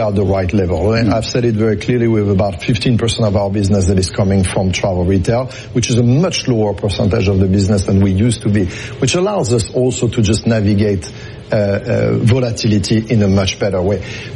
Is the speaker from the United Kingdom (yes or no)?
no; United States; born there; accent: French; I was born in the U.S. despite my French accent